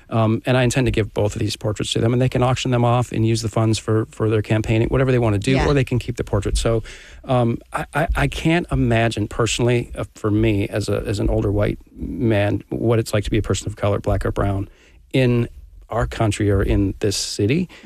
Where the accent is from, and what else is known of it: Minnesota, United States; born or raised there